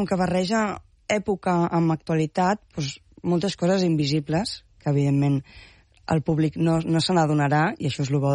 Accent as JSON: {"language": "Catalan", "town": "Montgat", "region": "Catalonia", "country": "Spain", "tie": "born or raised there", "moved": "as an adult", "lives_now": "Barcelona, Spain", "said": "Visc aquí, a Barcelona. Soc de Montgat. Mm. Però visc a Barcelona, davant del Mercat de Sant Antoni"}